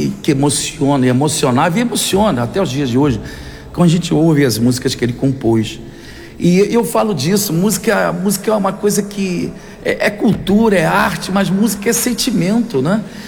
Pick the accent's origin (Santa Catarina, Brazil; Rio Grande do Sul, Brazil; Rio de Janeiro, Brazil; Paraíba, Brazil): Rio de Janeiro, Brazil; Comecei cantando aos 8 anos na igreja, Maria Mãe da Igreja de São José de Tadeu, lá em Padre Miguel, no Rio de Janeiro, capital. Eita. Sou carioca.